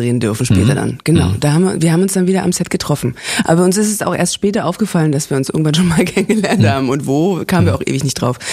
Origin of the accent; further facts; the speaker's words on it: Zossen, Brandenburg, Germany; born there; Andere sagen Paris, ich bin in Zossen geboren.